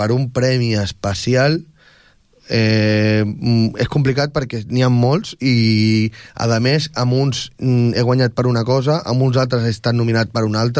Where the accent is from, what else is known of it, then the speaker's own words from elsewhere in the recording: Barcelona, Catalonia, Spain; also born or lived in Tordera; A Barcelona, que és on soc. Soc de Tordera, però de Barcelona, i també els meus estudis els he fet a Barcelona, o sigui, imagina't el temps que he estat allà.